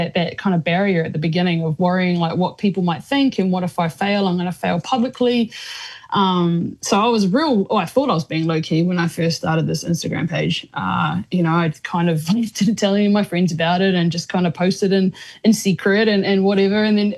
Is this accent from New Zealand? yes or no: yes; New Zealand; born or raised there